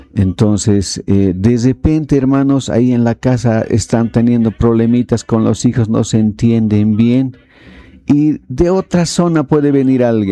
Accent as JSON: {"language": "Spanish", "country": "Bolivia", "said": "Somos de aquí, hermanos. Somos bolivianos, unos somos paseños. Somos cruceños, somos pandinos, orureños."}